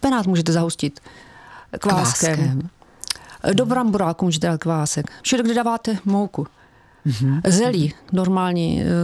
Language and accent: Czech; Moravia, Czechia; protože jsem přijela z Moravy, u nás se pije slivovička